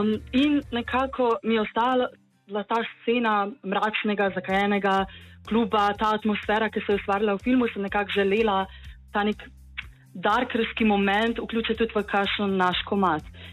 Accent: Ljubljana, Central Slovenia, Slovenia; ko sem se spet vračala v Belo krajino, ker sicer sem iz Ljubljane

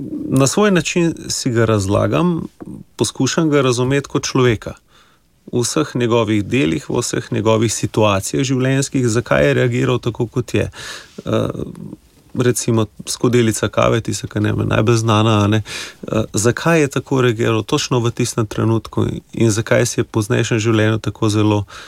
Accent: Borovnica, Central Slovenia, Slovenia; born there; Rad rečem, da sem vrhniški občan bil od rojstva, pa se je nekoč odločil vršenčani, da coklarjo namarajo, pa so nas vrgli ven iz občine, imamo svojo občino danes, jaz sem iz Borunice.

